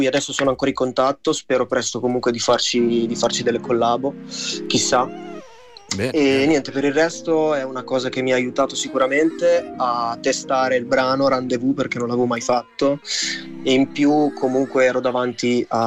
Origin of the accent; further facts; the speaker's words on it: Sant'Andrea in Casale, Emilia-Romagna, Italy; io sono di Sant'Andrea in Casale, provincia di Rimini.